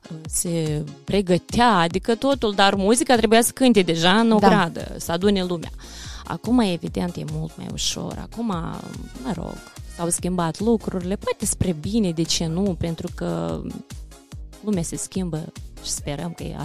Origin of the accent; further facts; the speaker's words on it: Drochia, Drochia District, Moldova; moved away; also born or lived in Bălți; Vin din satul Drochia, raionul Drochia, un sat frumos.